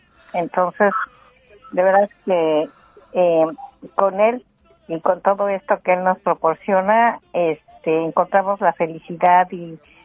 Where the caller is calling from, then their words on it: Sacramento, California, United States; De aquí de Sacramento. Yo pertenezco a la iglesia de Santa Rosa